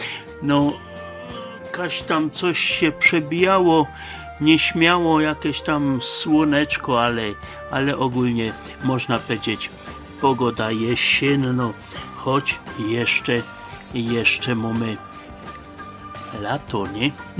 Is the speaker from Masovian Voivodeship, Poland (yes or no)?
no; Silesian Voivodeship, Poland; tutaj u nas na Górnym Śląsku.